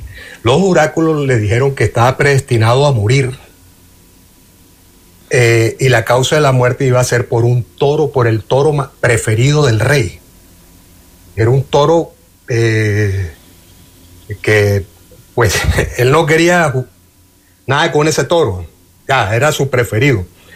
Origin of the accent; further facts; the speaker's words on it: Barranquilla, Atlántico, Colombia; now in Canada; Yo tenía 10, 11 años. En Barranquilla, yo soy de Barranquilla, vivo en Canadá